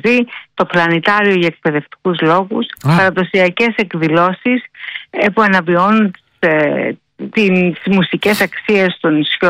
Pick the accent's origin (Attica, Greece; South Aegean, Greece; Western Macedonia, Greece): South Aegean, Greece; Filoti; Από το Φιλότι στην Άξο και με την ομάδα της Αιγαίου έχουμε κάνει εκεί ένα λαογραφικό εκκλησιαστικό μουσείο.